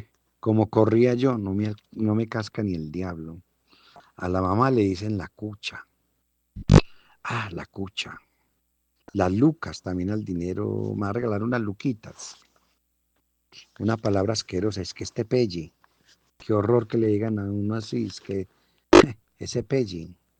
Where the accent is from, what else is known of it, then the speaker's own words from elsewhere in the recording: Antioquia, Colombia; somos paisas